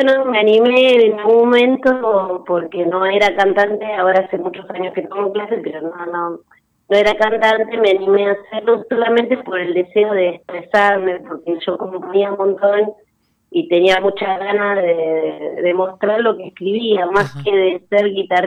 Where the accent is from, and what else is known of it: Buenos Aires, Argentina